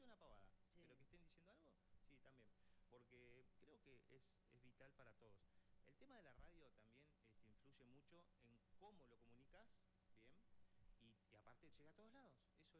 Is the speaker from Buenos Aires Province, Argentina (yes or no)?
no; Cipolletti, Río Negro, Argentina; nacido y criado en Chipolé.